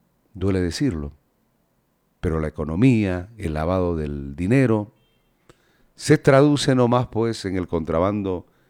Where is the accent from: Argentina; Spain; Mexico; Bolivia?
Bolivia